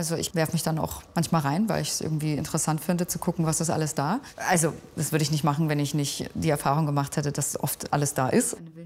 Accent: Dresden, Saxony, Germany; ich bin 31 Jahre alt. Ich komme aus Dresden, gerade Beul.

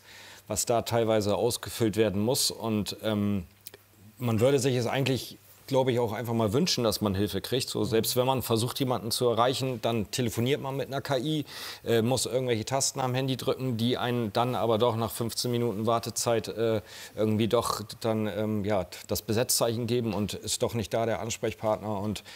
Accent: Bremen, Germany; also ich komme ja aus Bremen, also bei uns gibt es sowas nicht.

